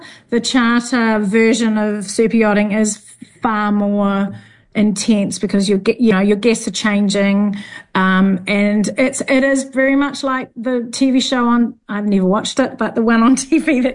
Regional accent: Northland, New Zealand; saving up to go overseas, as us Kiwis do. But I learned a lot. From a foodie family background, growing up in the Bay of Islands, we grew everything.

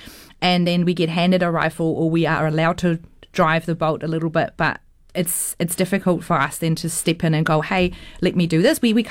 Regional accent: Germany; moved away as an adult; now in New Zealand; I'm originally from Germany. I came in 2012 to New Zealand

